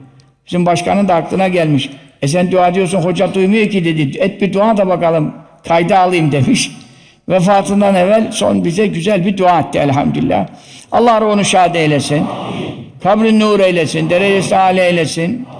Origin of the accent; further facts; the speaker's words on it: Giresun, Turkey; Giresun'da yapmışım memleketimde.